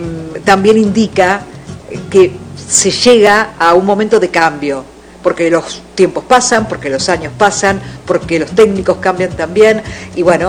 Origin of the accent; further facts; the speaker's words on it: Argentina; Argentina hizo que millones de personas en mi país terminen con agradecimiento, pero con lágrimas, porque faltó un pasito más.